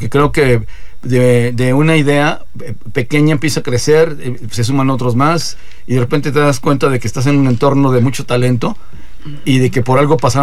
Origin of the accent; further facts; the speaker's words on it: Mexico; somos mexicanos